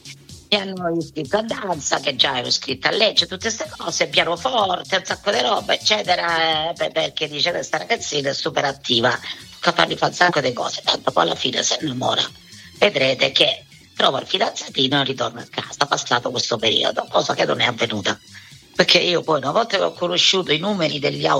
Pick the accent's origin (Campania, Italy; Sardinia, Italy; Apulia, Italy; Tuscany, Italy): Apulia, Italy; Galatina; born there